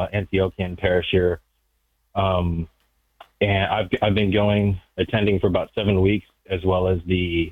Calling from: Houston, Texas, United States; Calling from Houston, Texas.

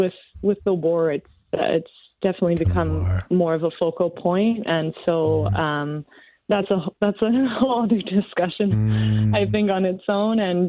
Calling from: Winnipeg, Manitoba, Canada; in kind of the middle of the country, just above North Dakota. So I live in Winnipeg

